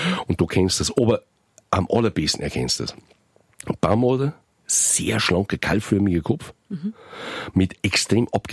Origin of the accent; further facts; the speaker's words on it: Bavaria, Germany; bei uns im Bayerischen Wald, im Bayerwald